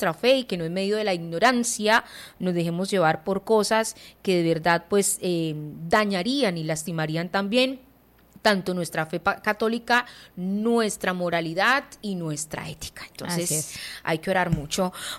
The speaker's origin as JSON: {"language": "Spanish", "country": "Colombia", "said": "como colombianos unidos en oración para que sean las votaciones lo más transparente posible, y que nosotros también como católicos"}